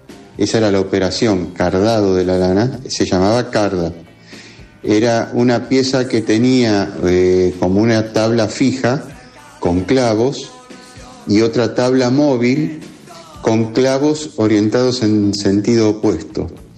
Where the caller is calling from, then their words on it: San Miguel, Argentina; de San Miguel